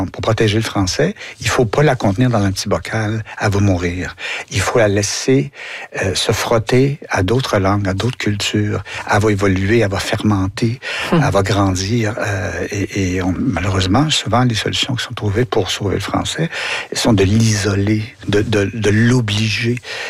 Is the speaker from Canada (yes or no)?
yes; Quebec, Canada; en tant que Québécois